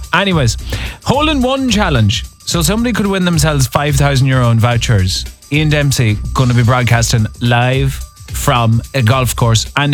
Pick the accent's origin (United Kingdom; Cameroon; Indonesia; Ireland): Ireland; We are Irish after all.